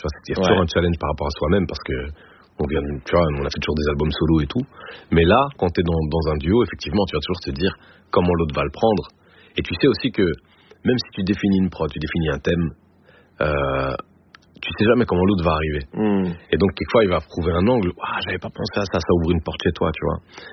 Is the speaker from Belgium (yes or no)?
yes; Brussels, Brussels-Capital Region, Belgium; je travaillais à la maison de jeunes de Forêt, chez nous à BX